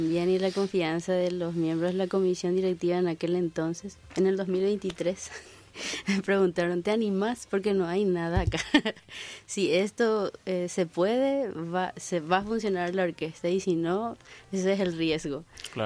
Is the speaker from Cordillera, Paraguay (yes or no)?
no; Quiquió, Paraguarí, Paraguay; born there; Porque en la época en que ellos empezaron a hacer música en donde vivíamos, hacia Quiquío, bueno, ellos eran de Ibicuí y después se mudaron a Quiquío.